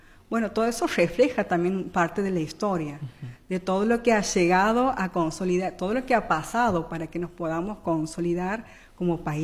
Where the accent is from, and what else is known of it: Argentina